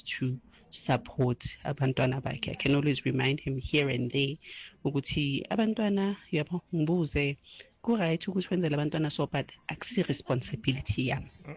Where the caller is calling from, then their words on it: Johannesburg, Gauteng, South Africa; We're from Ebony Park.